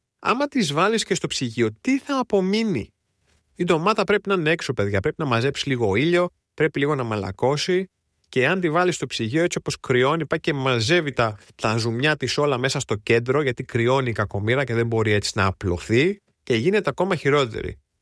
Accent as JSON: {"language": "Greek", "country": "Greece", "moved": "yes", "lives_now": "Germany", "said": "εγώ ως γανήσιος Έλλην με 50 δέντρα κάπου στη Μεσσηνία"}